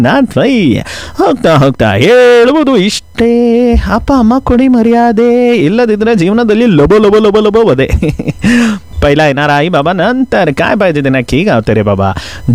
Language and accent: Kannada; Belagavi, Karnataka, India; ಈಗ ನೀರಿನ ಸಮಸ್ಯೆ ಇಡೀ ನಮ್ಮ ಕುಂದಾನಗರಿ ಬೆಳಗಾವಿಗೆ ಬಂದಿದೆ.